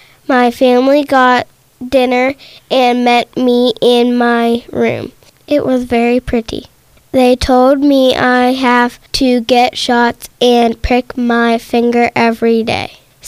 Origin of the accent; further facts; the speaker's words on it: Sligo, Pennsylvania, United States; I'm 7 years old and I'm from Sligo, Pennsylvania.